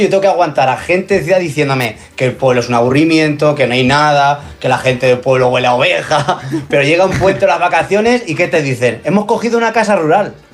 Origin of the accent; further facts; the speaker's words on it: Castilla-La Mancha, Spain; Con los de Ciudad Real, bien, hombre, somos paisanos, castellano-manchegos